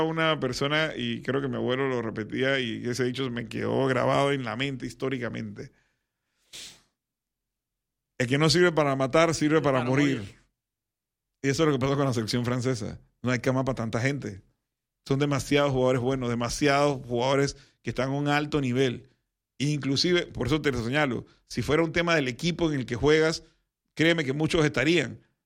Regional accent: Panama; Yo soy panameño

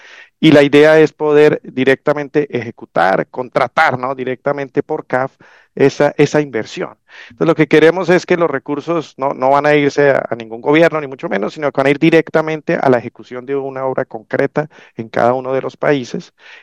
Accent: Colombia; now in Panama; a los demás personas extranjeras como yo, que soy colombiano

